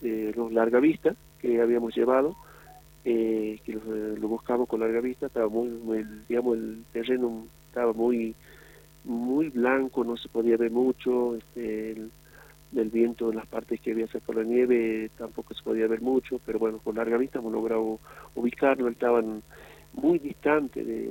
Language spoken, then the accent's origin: Spanish; Antofagasta de la Sierra, Catamarca, Argentina; yo soy acá de Antofagasta, soy un proveedor minero de acá de la zona, conocedor también de la zona.